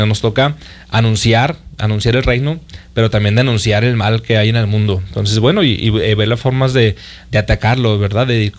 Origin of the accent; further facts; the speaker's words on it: Zacatecas, Mexico; somos mexicanos y somos zacatecanos